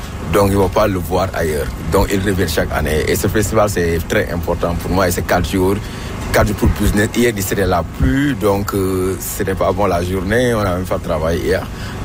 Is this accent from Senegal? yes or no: yes; Senegal; Et je suis fier quand je le porte en tant que Sénégalais.